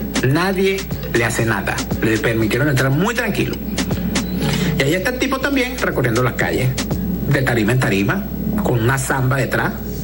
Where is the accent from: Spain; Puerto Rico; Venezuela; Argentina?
Venezuela